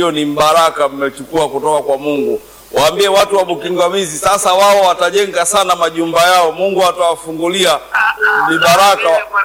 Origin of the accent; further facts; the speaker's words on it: Korogwe, Tanga Region, Tanzania; born there; also born or lived in Handeni; nilianza kuimba nikiwa mdogo mjini Korogwe pale, yani nikiwa bado sijaanza hata shule.